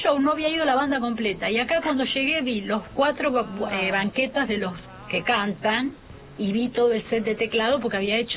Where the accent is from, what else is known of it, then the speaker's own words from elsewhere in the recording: Argentina; yo le dije, vine especialmente desde Argentina para escuchar.